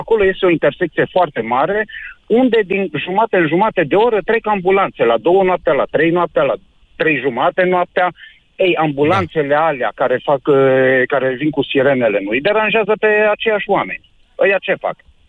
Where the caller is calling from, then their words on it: Timiș County, Romania; eu sunt din Timiș